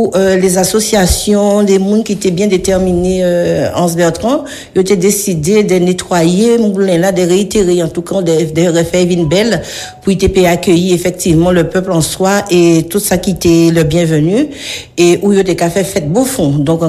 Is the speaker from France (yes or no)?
yes; Anse-Bertrand, Guadeloupe, France; Donc, je suis Anse Bertrand, donc d'origine. Donc … Et je suis résidente originaire de La Chapelle.